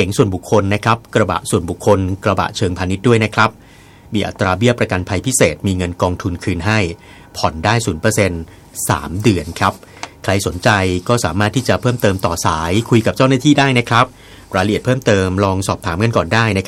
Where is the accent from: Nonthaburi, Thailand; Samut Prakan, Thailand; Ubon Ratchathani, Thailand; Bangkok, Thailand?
Samut Prakan, Thailand; ผมเองเป็นคนจังหวัดสมุทรปราการ